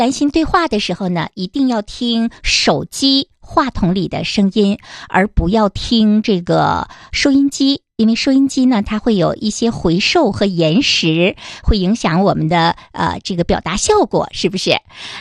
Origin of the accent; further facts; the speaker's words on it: Changchun, Jilin, China; 这个书博会也是我们长春人，特别是文学爱好者、读者的一个盛事哈